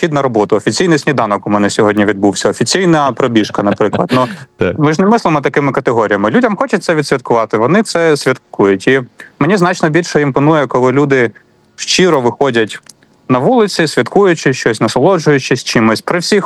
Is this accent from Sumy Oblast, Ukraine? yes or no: yes; Romny, Sumy Oblast, Ukraine; День міста в моєму рідному місті Ромни на Сумщині.